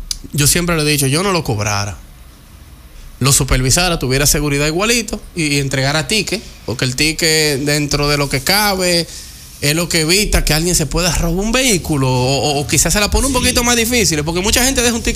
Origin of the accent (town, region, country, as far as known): Dominican Republic